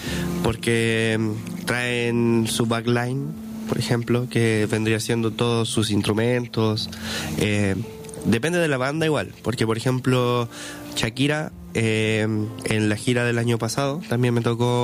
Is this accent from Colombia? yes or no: no; Chile; soy de Chile